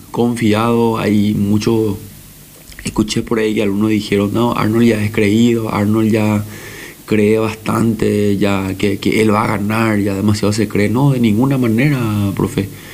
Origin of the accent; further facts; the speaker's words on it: Presidente Franco, Alto Paraná, Paraguay; Sí, yo soy nacido y crecido en la ciudad de Presidente Franco. Mis padres ya son de Presidente Franco, somos pioneros en Presidente Franco.